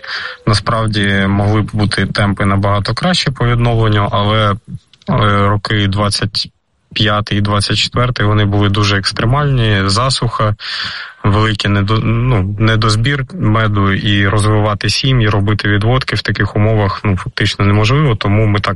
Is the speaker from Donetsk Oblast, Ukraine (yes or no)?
no; Stepova Dolyna, Mykolaiv Oblast, Ukraine; Село Степова долина, воно знаходилось на лінії фронту, в ньому знаходились наші військові, вони вели оборону міста Миколаїв, і якраз наше село було на межі, воно є на межі Херсонської Миколаївської області